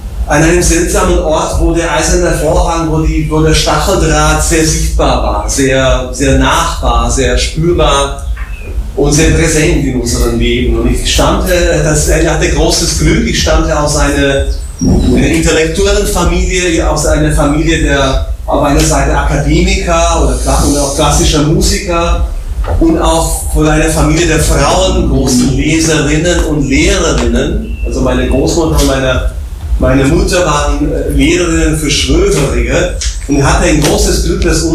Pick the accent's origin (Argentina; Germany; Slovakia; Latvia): Slovakia; Bratislava, Bratislava Region; first language Slovak; German is a second language; ich komme aus Bratislava, aus der Slowakei.